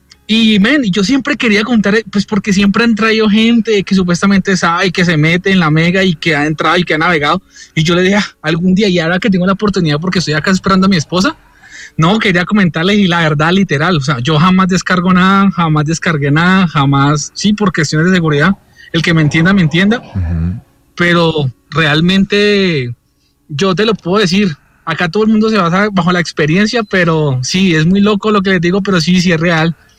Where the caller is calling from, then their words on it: Bogotá, Colombia; me comunico de acá de Bogotá.